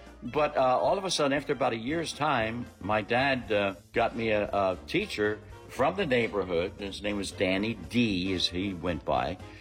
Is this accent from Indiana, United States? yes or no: no; Philadelphia, Pennsylvania, United States; As a young man, young boy, really, growing up in South Philadelphia